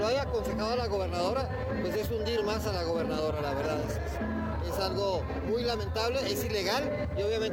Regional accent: Chihuahua, Mexico; No somos así los chihuahuenses nos caracterizamos por ser valientes, nobles y leales.

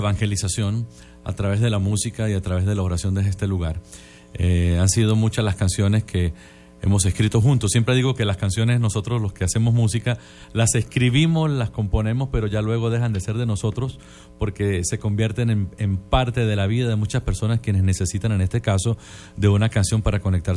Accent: Venezuela; now in Mexico; soy cantautor católico venezolano viviendo en México desde hace ya 9 años.

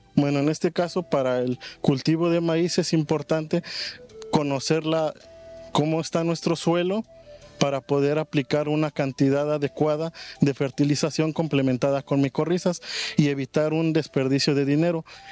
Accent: Toluca, State of Mexico, Mexico; now in Veracruz, Mexico; yo soy de una ciudad un poco distinta aquí a Veracruz, yo soy de Toluca, una zona muy fría, y pues vine aquí a la parte de Veracruz por su diversidad de cultivos.

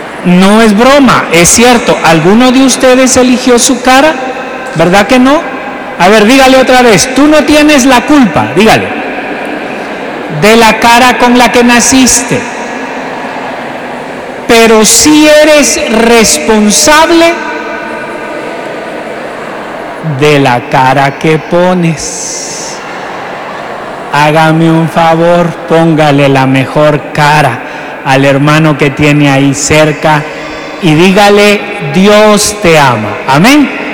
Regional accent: Guatemala City, Guatemala Department, Guatemala; Yo vengo de la ciudad de Guatemala

